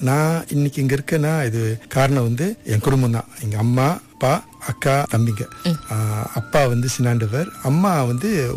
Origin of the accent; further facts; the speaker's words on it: India; அவங்க தான் எனக்கு வந்து இந்த தமிழ்ல வந்து இந்த பற்று, நான் ஒரு இந்தியன் அந்த ஒரு அந்த உணர்ச்சி எல்லாம் வந்து அக்கா தான் கொடுத்தாங்க.